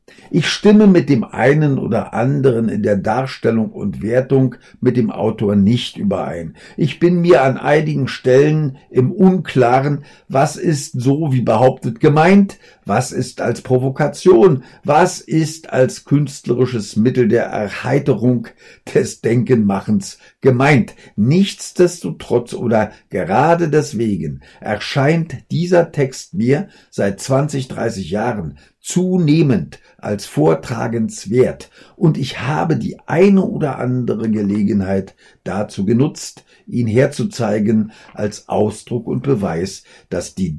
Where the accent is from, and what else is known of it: Berlin, Germany